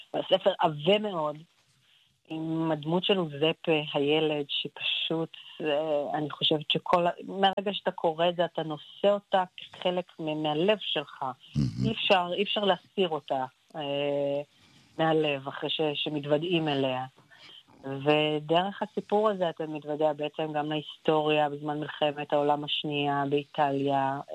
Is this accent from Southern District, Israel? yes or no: no; Jerusalem, Jerusalem District, Israel; born there; ולירושלים, העיר שבה נולדתי